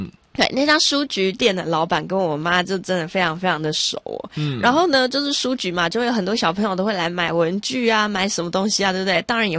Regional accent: Taiwan; 我身为一个台湾人

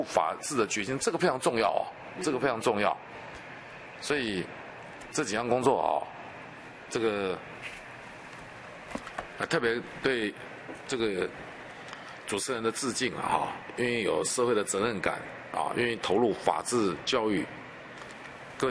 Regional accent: Taiwan

